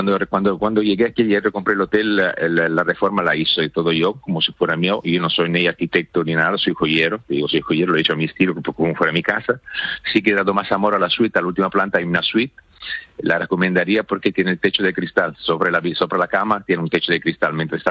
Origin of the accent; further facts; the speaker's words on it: Italy; Spanish is a second language; moved away; Perdóname que soy italiano, alguna palabra me la pierdo.